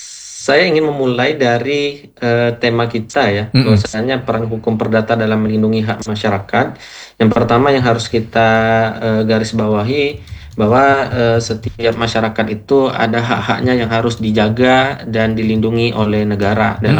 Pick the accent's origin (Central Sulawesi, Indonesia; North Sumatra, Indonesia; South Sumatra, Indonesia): South Sumatra, Indonesia; Palembang; now in Aceh, Indonesia; saya aslinya dari kota Palembang, Sumatera Selatan.